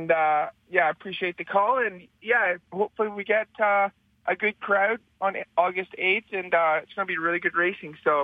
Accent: Airdrie, Alberta, Canada; born there; also born or lived in Glasgow, Scotland / Calgary; I was born in Glasgow, Scotland, and lived there until I was 9 years old, and then I moved here to Airdrie, actually. I lived in Airdrie and went to school in Airdrie and rode the public track here.

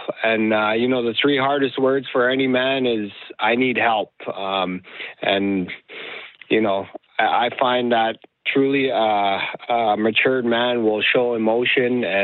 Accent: Nunavut, Canada; I reflect back to growing up in Nunavut and you know, the survival mode mentality every day, where it was a challenge.

